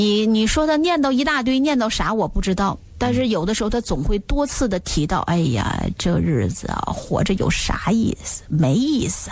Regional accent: China; 这是我们中国人的传统，就是只是无畏，一直都是在付出，却很少想到自己

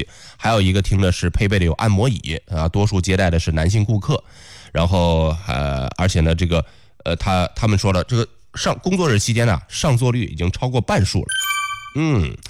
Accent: northern China, China; 咱作为北方人啊

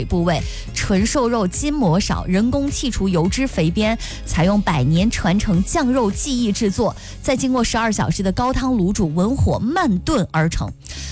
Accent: Henan, China; 夏天的时候我们河南人餐桌真是少不了一些凉菜

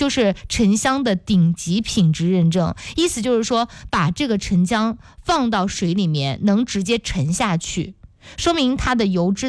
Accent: China; 其实我们中国人对一个最美好的祝愿，对一个人哈，就是平安

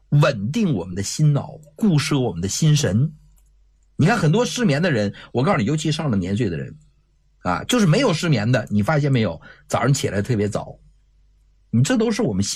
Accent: China; 我们中国人

